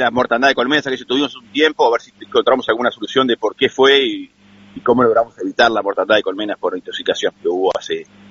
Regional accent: Minas, Lavalleja, Uruguay; se festeja en Minas, justo en mi tierra, en La Valleja.

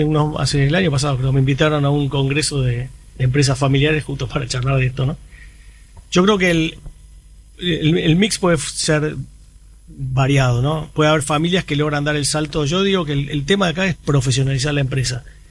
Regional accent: Uruguay; Somos difíciles acá en Uruguay

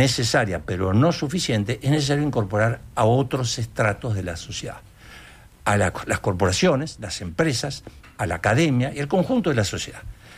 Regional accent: Uruguay; Yo soy uruguayo.

